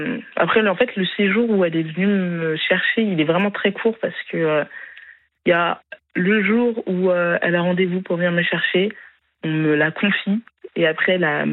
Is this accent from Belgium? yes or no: no; France; born there; also born or lived in Haiti; là, je suis en France